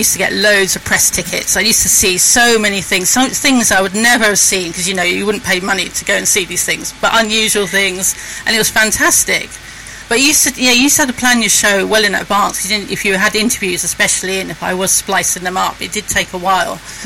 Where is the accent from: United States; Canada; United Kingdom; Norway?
United Kingdom; London; also born or lived in Cambridge / Coventry; Well, as I said earlier, I grew up in Upper Norwood, so not far from here.